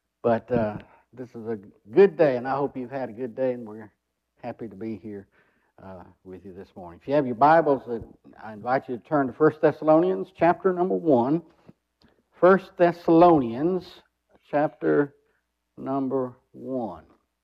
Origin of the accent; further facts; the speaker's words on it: Alabama, United States; we're happy to be here in my hometown. I've been in Valley, I've been in South Alabama, and the last 20 years been down in Greenville, Alabama